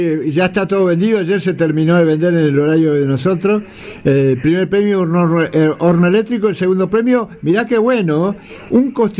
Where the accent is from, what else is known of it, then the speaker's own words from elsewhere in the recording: Salavina, Santiago del Estero, Argentina; moved away; also born or lived in Buenos Aires; yo me crié en Salavina, en Santiago, en el monte, en el campo.